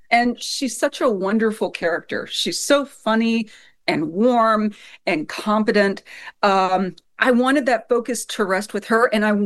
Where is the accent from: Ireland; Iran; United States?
United States; Kentucky; a lot of the families that I knew when I was growing up in Kentucky